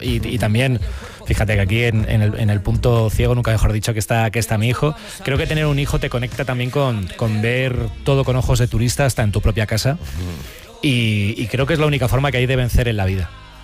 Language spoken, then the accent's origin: Spanish; Alcalá de Henares, Community of Madrid, Spain; Yo, que soy de Alcalá de Henares, busqué la forma de meter a Alcalá.